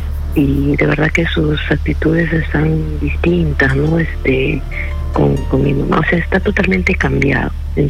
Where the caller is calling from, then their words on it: Lima, Peru; Yo llamo de San Juan de Miraflores.